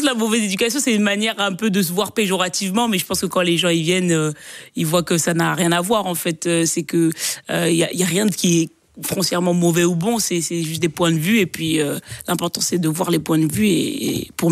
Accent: Brussels, Brussels-Capital Region, Belgium; moved away as an adult; now in Paris, France

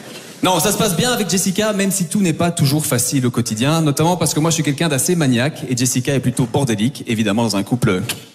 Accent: Belgium; je suis belge, comme vous pouvez l'entendre à mon intérieur. Hein, au fait que je parle, moi, ben, normalement.

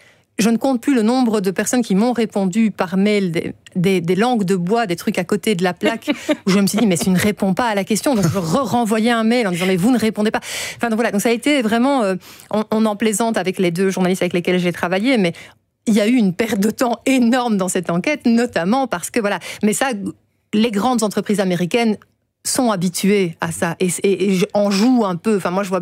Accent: Belgium; ça veut dire que transite chez nous, en Belgique, en consommant toute cette énergie, des données qui ne nous concernent même pas

